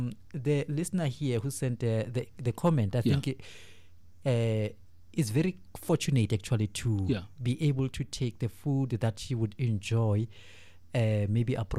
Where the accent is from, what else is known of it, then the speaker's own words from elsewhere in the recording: South Africa; my home country, South Africa.